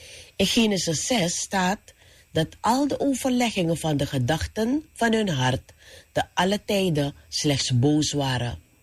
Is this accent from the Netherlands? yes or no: no; Suriname; Ik werd geboren als Nederlander, omdat ik toen burger was van het Koninkrijk der Nederlanden. Maar na de onafhankelijkheid werd ik Surinamer. Ik ben nu een burger van de Republiek Suriname.